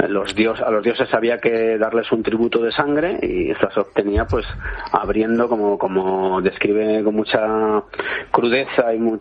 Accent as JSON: {"language": "Spanish", "town": "Cuenca", "region": "Castilla-La Mancha", "country": "Spain", "tie": "born or raised there", "said": "En mi pueblo, en Cuenca estoy."}